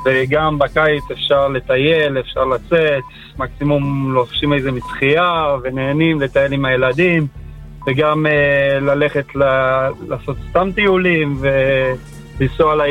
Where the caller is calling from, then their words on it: Beitar Illit, West Bank, Palestine; ביתר עילית.